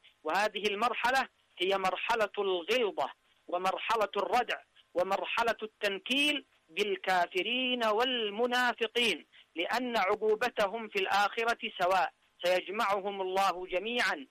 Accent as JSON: {"language": "Arabic", "country": "Yemen", "said": "فيما بيننا كيمنيين"}